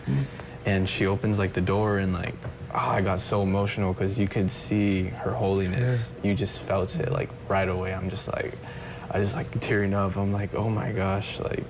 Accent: San Antonio, Texas, United States; asked me where I'm from. I said, I'm from San Antonio.

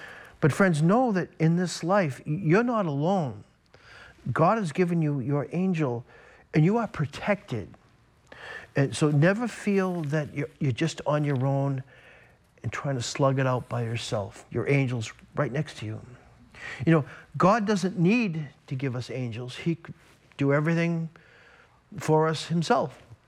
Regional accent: Boston, Massachusetts, United States; And of course, I grew up in the Boston area.

